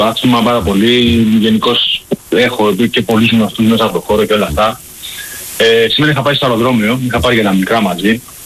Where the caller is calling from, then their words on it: Palaio Faliro, Attica, Greece; από το Παλαιό Φάλιρο